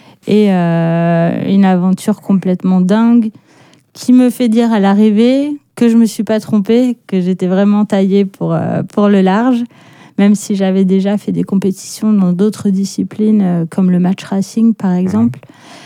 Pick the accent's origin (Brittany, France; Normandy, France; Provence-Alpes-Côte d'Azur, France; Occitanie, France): Provence-Alpes-Côte d'Azur, France; Antibes; born or raised there; also born or lived in Paris